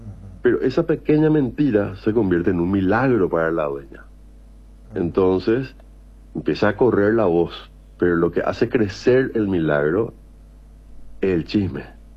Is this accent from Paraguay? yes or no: yes; Paraguay; para nosotros como paraguayos